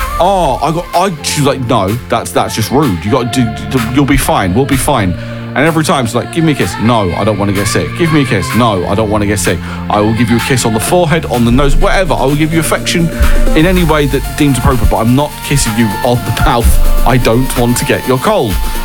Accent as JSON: {"language": "English", "country": "United Kingdom", "said": "because we are British and that's what m"}